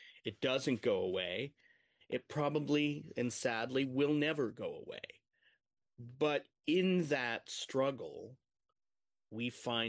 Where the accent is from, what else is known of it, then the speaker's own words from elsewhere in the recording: Alberta, Canada; also born or lived in Oshawa; I grew up, I was born in Oshawa, I grew up in Alberta, and my mother would bring these boxes of tapes home.